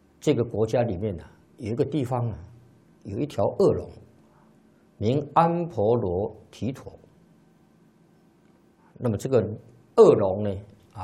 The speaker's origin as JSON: {"language": "Chinese", "country": "China", "said": "这个龙啊，特别在我们中国人心目当中呢，啊是非常神秘的啊。"}